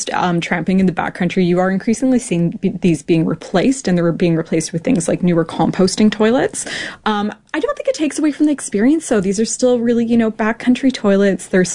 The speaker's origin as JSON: {"language": "English", "country": "Canada", "said": "All right. So I'm Canadian, and I might say that I'm going to the can."}